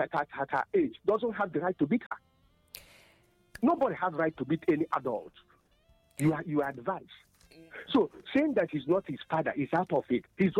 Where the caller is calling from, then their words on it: Igbo, Igboland, Nigeria; we are living in this part of the world called Africa. And we are living in this Africa called Nigeria